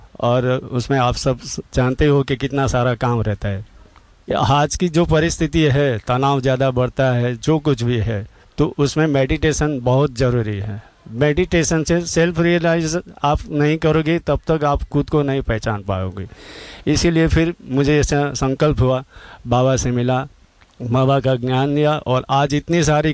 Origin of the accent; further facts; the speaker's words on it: Bhavnagar, Gujarat, India; मेरा गाँव है भावनगर।